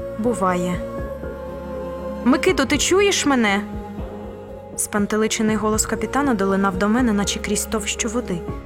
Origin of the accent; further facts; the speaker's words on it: Khmelnytskyi Oblast, Ukraine; Подейкували навіть, що колись на місці моєї малої батьківщини було Сарматське море, а Товтри – то взагалі кораловий риф.